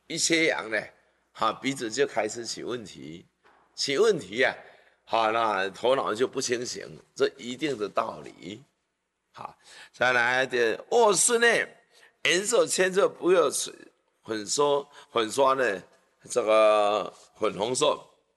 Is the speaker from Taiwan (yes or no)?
yes; Taiwan; 我们台湾人